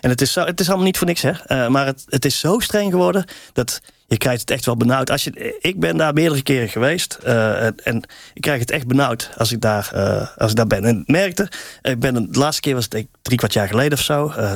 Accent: Tilburg, North Brabant, Netherlands; accent: soft g; now in Amsterdam, Netherlands; Ik voel me wel een Amsterdammer. Mijn Tilburger in Amsterdam. Maar het maakt mij niet uit hoe ze me noemen. Ik hou ook mijn zachte geetje natuurlijk wel even...

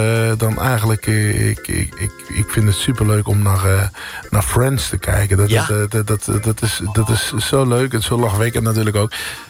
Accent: Amsterdam, North Holland, Netherlands; born there; ik ben geboren in Amsterdam. Ja. En mijn familie kwam uit Amsterdam.

